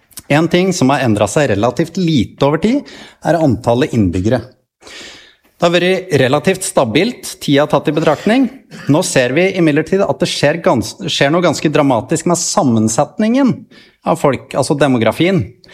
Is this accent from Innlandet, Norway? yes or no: yes; Kolbu, Innlandet, Norway; now in Lena, Norway; Jeg kommer fra Kolbu. Og selv om Kolbu ble nedlagt som kommune i 64, så kaller jeg meg fortsatt Kolbing.